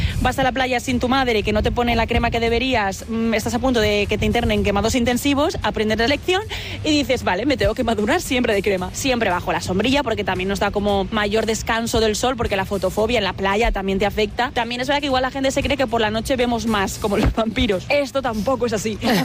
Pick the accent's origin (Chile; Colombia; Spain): Spain; Valencian Community; Digo, mira, es que mi país es el mismo que el tuyo, soy de España, soy valenciana.